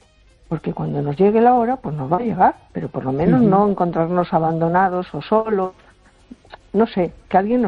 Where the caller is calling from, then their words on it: A Coruña, Galicia, Spain; de Coruña.